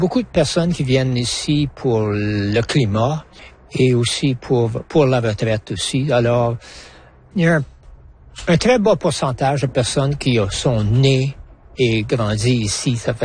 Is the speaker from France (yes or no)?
no; Mariapolis, Manitoba, Canada; also born or lived in Red Deer, Alberta; now in Comox Valley, Canada; j'ai grandi au Manitoba, dans une communauté francophone.